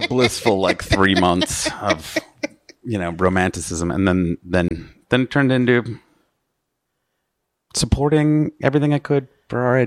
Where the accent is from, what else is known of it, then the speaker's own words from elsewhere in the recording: Western Canada, Canada; I am still a Canadian.